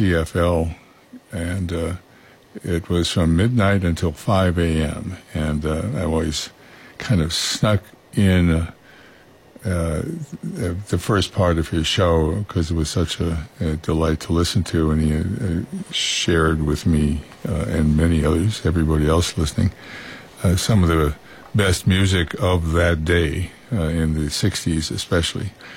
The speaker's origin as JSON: {"language": "English", "town": "Chicago", "region": "Illinois", "country": "United States", "tie": "born or raised there", "said": "When I was growing up in Chicago back in the 50s, I was about 10 years old, about 1955 or so"}